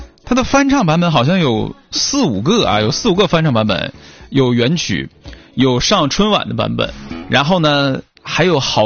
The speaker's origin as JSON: {"language": "Chinese", "region": "Northeast China", "country": "China", "said": "这个东北人除了我们会东北方言之外呢，有时候也能整两句粤语歌曲，但是呢说的不太标准。"}